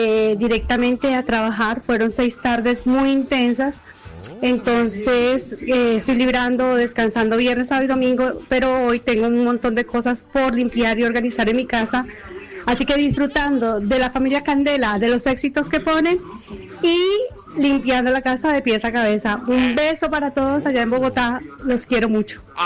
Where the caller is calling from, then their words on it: Murcia, Region of Murcia, Spain; Un saludo desde Murcia, España.